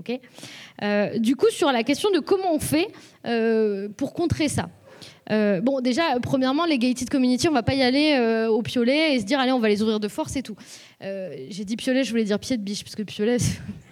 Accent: Lyon, Auvergne-Rhône-Alpes, France; now in Toulouse, France

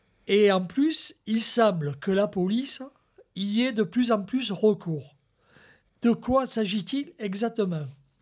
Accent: Marseille, Provence-Alpes-Côte d'Azur, France; accent: English accent of the northern districts of Marseille; pardonnez mon accent anglais des quartiers nord de Marseille

